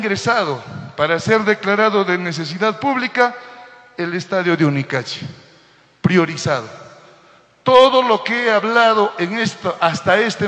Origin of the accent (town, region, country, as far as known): Yunguyo, Puno, Peru